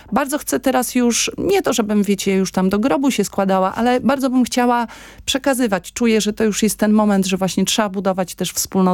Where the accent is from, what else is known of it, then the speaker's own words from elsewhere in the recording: Warmian-Masurian Voivodeship, Poland; z tej gminy, z której pochodzę, z Jankowa